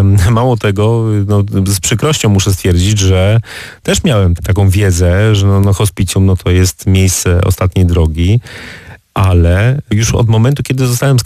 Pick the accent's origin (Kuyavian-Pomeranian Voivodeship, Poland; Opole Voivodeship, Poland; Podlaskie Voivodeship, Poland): Opole Voivodeship, Poland; Olesno; ja pochodzę z Olesna